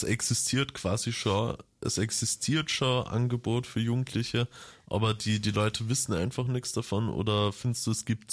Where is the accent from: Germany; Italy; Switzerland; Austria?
Austria; Upper Austria; Ich komme ja nicht direkt aus Linz, ich komme vom Land.